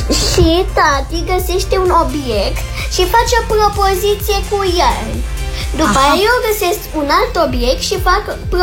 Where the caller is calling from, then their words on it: Bucharest, Romania; din București. Am 8 ani.